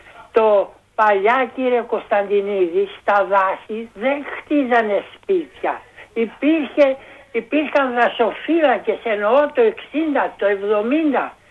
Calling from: Drama, Eastern Macedonia and Thrace, Greece; εγώ είμαι από τη Δράμα, τον Ευρωκόπη Δράμα, στο 80 χρονών. Αγαπάω την πατρίδα μου

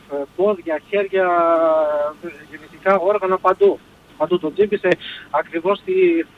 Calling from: Lower Saxony, Germany

